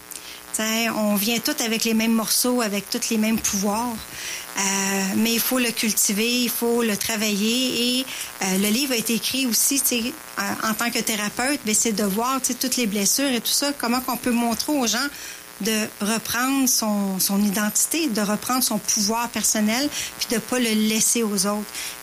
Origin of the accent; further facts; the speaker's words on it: Quebec, Canada; j'ai décidé de venir faire le lancement dans ma ville natale, dans ma ville, dans chez moi, où ma famille, mon mari, mes enfants, tout le monde habite ici. Et mon cœur est ici.